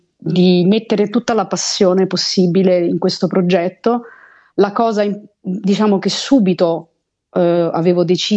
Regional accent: Rome, Lazio, Italy; moved away as an adult; also born or lived in New York / Vienna; now in London, United Kingdom; io mi ritengo profondamente italiana perché sono nata e cresciuta a Roma e ho studiato al Conservatorio di Santa Cecilia, quindi io fino a 19 anni e mezzo sono stata veramente formata in Italia

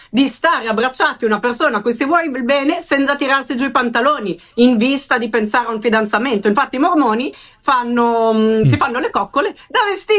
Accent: Switzerland; con orgoglio sono svizzera, quindi extracomunitaria, fuori dall'UE.

